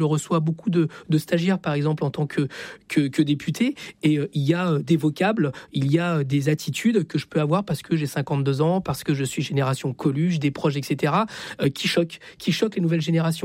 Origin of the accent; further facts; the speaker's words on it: Chile; now in France; Je viens du Chili, je suis fils d'exilé politique, je suis en France parce que l'extrême droite a pris le pouvoir de la pire des manières.